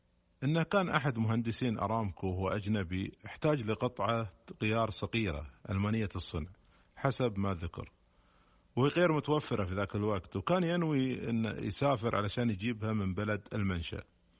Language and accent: Arabic; Al-Ahsa, Eastern Province, Saudi Arabia; طبعا الحبص اسم عائلة معروفة عندنا بالأحساء.